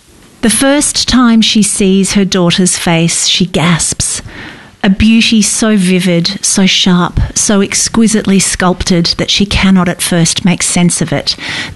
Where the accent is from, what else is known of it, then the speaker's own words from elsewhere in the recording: Australia; born there; it's set in my home country, which is Australia.